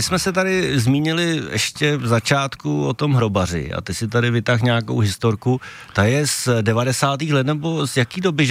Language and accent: Czech; Prague, Czechia; accent: Prague